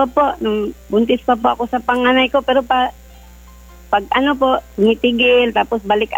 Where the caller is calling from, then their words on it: Siocon, Zamboanga Peninsula, Philippines; Siokon, Zamboanga del Norte.